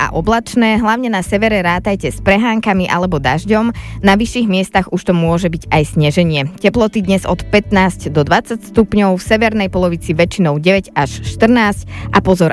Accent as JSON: {"language": "Slovak", "region": "Považie", "country": "Slovakia", "said": "u nás na Považí"}